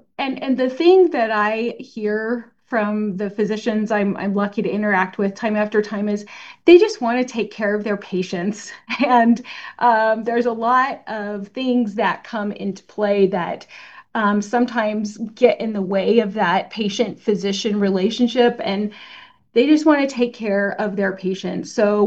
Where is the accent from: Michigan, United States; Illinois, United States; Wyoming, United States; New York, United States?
Wyoming, United States; Cheyenne; moved away as an adult; now in Idaho, United States; I was in the community where I grew up in Cheyenne, Wyoming, and I thought I was set. And then by the end of 2007, I had moved with the puppy and ended up in Idaho